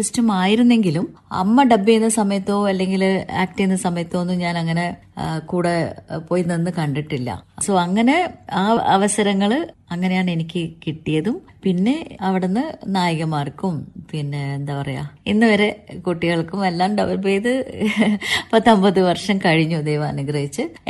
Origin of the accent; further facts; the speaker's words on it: Kannur, Kerala, India; born there; moved away; also born or lived in Chennai; ഞാൻ ജനിച്ചത് കണ്ണൂരാണ്.